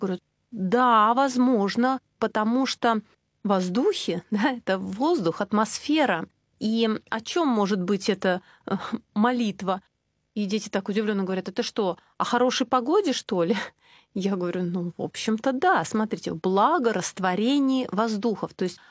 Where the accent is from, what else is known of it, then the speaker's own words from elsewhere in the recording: Saint Petersburg, Russia; То есть мы не говорим, что вот мы, петербуржцы, молимся только за Петербург